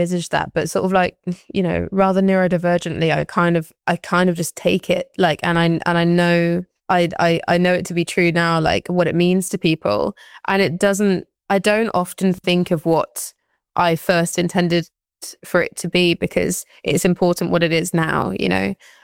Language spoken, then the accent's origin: English; Ashbourne, East Midlands, United Kingdom; moved away; a child of like the rural English countryside, and growing up in Ashbourne, it's like I feel so fond and connected to it still